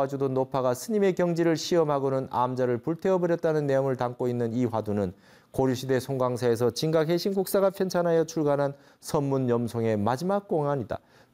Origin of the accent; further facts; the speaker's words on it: South Korea; 내가 한국인인 게 행복하다 이랬습니다.